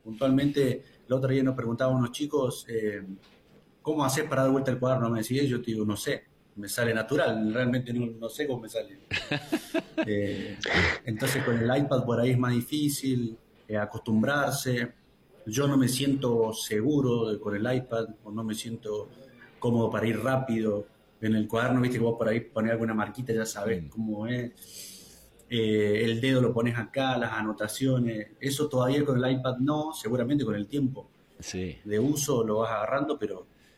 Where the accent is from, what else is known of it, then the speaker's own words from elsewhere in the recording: San Luis, Argentina; yo soy de San Luis, pero corro más en Córdoba que en San Luis, así que medio raro, como que algunos me tienen que soy cordobés, otros que soy de San Luis, así que, pero yo actualmente estoy en Villa Mercedes, San Luis.